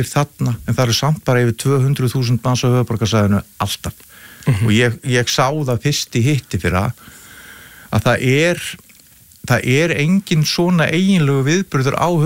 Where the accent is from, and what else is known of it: Vestmannaeyjar, Southern Region, Iceland; born or raised there